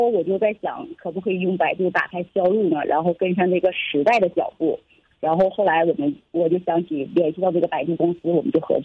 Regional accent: Changchun, Jilin, China; 因为我是在这土生土长的，接触这个梅花鹿吧，就是比较是真心的去喜欢这份事业的，就是喜欢这份事业，在自己的家乡成长之后呢，就是想让更多的人知道双阳鹿乡，

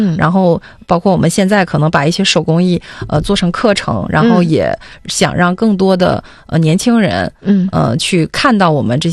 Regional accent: Northeast China, China; 我们东北这边，就是长白山那边

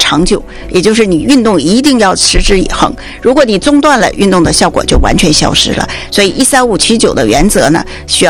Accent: China

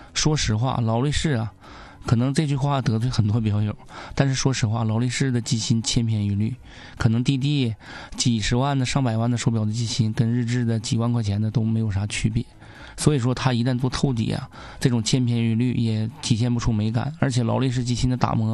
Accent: Northeast China, China; 用我们东北话说

